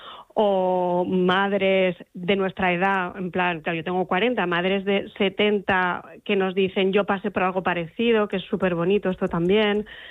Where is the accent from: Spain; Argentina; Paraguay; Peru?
Spain; Gijón, Asturias